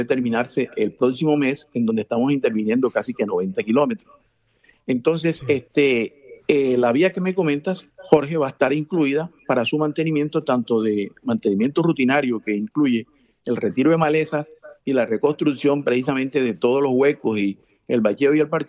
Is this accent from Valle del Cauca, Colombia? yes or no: no; Santo Tomás, Atlántico, Colombia; yo soy tomasino de nacimiento y allá me crié y soy egresado del Colegio Oriental de Santo Tomás